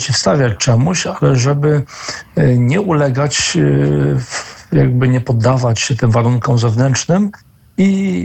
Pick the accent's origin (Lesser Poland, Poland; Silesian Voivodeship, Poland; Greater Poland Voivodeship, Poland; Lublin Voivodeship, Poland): Lublin Voivodeship, Poland; Biała Podlaska; born there; jest moim ziomkiem, dlatego że urodziliśmy się w tym samym mieście Białej Podlaskiej, więc tym bardziej jest dla mnie bliskim.